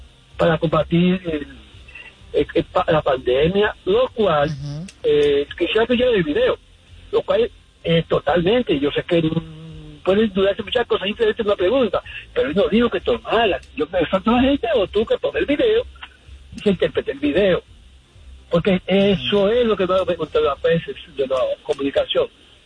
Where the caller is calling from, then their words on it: Queens, New York, United States; Queens, New York.